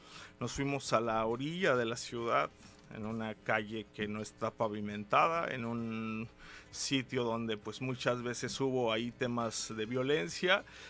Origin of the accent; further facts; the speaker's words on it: Chilpancingo, Guerrero, Mexico; Ellos llegaron desde muy chicos a Chilpancingo, entonces pues somos de Chilpancingo.